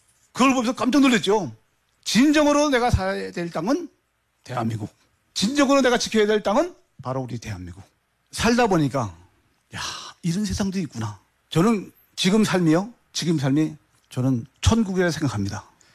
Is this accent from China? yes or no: no; North Korea; moved away as an adult; now in South Korea; 난 북한 놈 맞아.